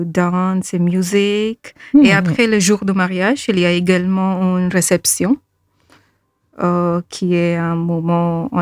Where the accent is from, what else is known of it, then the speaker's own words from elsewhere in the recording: India; French is a second language; moved away; also born or lived in Afghanistan; j'ai grandi en Inde